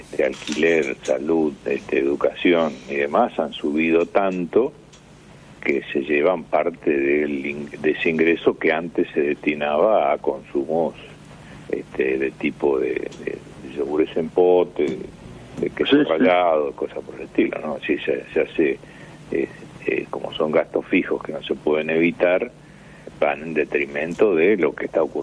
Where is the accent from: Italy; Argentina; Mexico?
Argentina